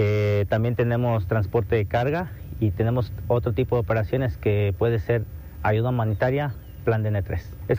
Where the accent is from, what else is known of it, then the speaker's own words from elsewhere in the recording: Mexico; nos enorgullece como mexicanos poder servir a México en cualquier momento